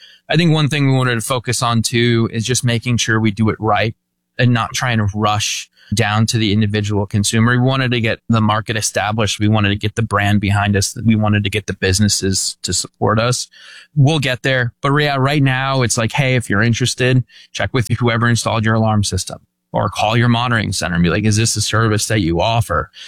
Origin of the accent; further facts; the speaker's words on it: Pennsylvania, United States; now in Dallas, United States; there's where I'm in Dallas right now, drive some sketchy areas at Dallas, Philadelphia. I'm originally from Pennsylvania.